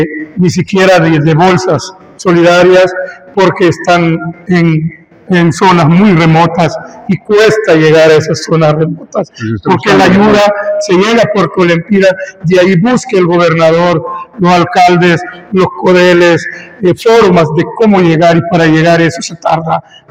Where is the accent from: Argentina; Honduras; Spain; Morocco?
Honduras; Gracias a Dios